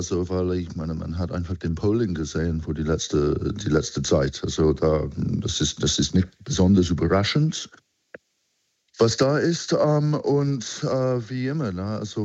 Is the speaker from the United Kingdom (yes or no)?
yes; England, United Kingdom; German is a second language